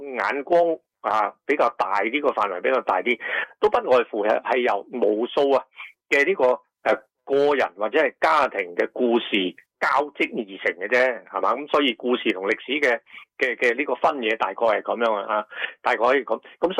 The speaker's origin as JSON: {"language": "Cantonese", "country": "Hong Kong", "accent": "Hong Kong Cantonese", "first_language": "Hong Kong Cantonese", "moved": "yes", "lives_now": "Sydney, Australia", "said": "即系作为一个侨居悉尼嘅华人咧，即系我第一语言嘅，自出娘胎即系一路听大，一路学大，一路讲到大嘅咧，就系、是、香港嘅粤语。"}